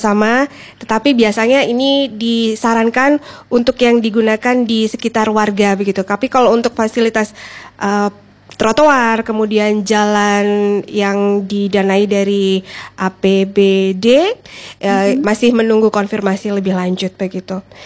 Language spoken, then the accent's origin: Indonesian; Sampang, East Java, Indonesia; sebagai orang Sampang merasakan di sepanjang jalan Panglima Sudirman itu emang terasa sekali itu bak sampah kan besar-besar di situ ya.